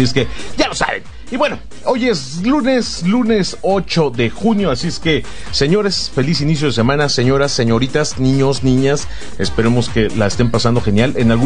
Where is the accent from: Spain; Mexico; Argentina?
Mexico; Somos mexicanos, somos paisanos, patriotas, somos hermanos